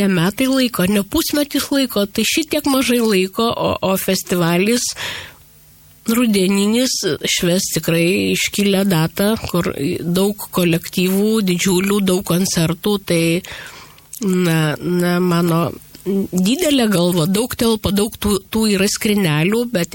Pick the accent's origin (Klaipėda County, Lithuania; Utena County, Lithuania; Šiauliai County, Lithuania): Utena County, Lithuania; Zarasai; now in Utena, Lithuania; 50% manęs yra Utenoje, 50 Zarasuose, nes tai yra mano tėviškė.